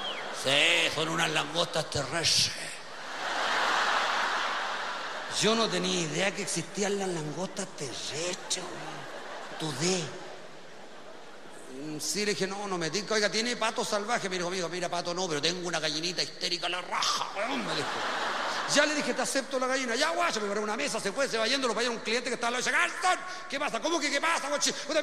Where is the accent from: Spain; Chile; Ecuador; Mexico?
Chile; Esa es nuestra mentalidad, pues. Así somos los chilenos, ¿verdad?